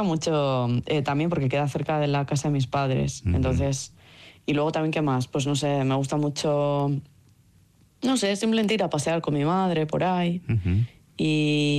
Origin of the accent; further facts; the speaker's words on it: San Sebastián, Basque Country, Spain; moved away as an adult; Pues la verdad es que eso, yo me fui de Donostia a los 22 años y ahora voy a cumplir 40 ya en agosto.